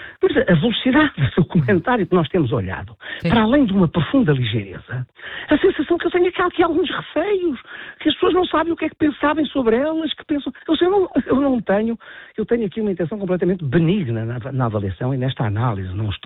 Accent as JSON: {"language": "Portuguese", "country": "Portugal", "said": "E eu, como português, digo, a quem é que eu apelo?"}